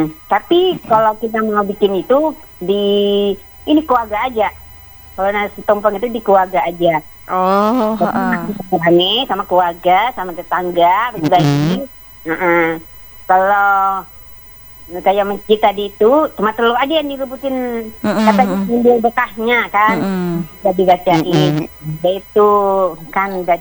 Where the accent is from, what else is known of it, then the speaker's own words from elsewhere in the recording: Soppeng, South Sulawesi, Indonesia; tempat saya itu di Sopeng, Sulawesi Selatan. Jadi itu kalau di sana, waktu saya tinggal di sana kan, tempat kelahiran saya